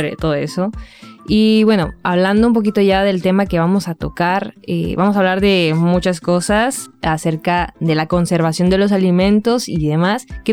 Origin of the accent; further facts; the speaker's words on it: Mexico; soy la licenciada … soy mexicana.